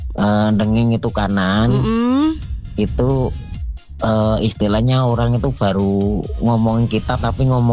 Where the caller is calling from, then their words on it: Java, Indonesia; Kita sebagai orang Jawa